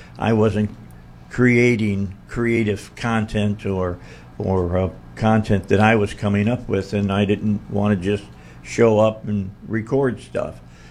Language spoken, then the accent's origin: English; Illinois, United States; moved away; I grew up outside of Chicago